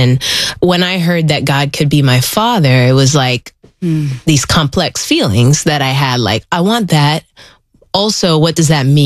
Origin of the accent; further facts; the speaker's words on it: Philippines; also born or lived in Puerto Rico; Like, I'm a Filipino, I'm a Puerto Rican.